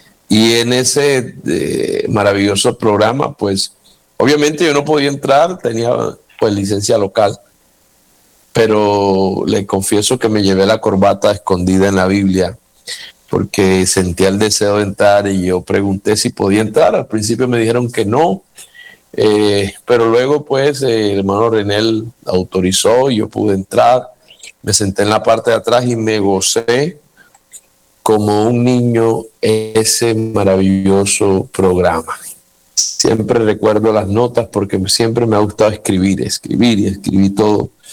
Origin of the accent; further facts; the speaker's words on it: Barranquilla, Atlántico, Colombia; also born or lived in Cartagena; yo nazco cristiano. Yo soy cartagenero, pero criado en Barranquilla, en el seno de un hogar muy humilde